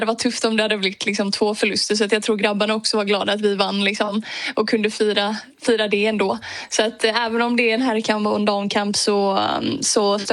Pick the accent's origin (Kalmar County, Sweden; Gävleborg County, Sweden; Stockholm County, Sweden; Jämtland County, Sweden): Kalmar County, Sweden; Öland; now in Netherlands; Ja, på sommaren saknar man verkligen Öland. Det blir väldigt varmt här i Holland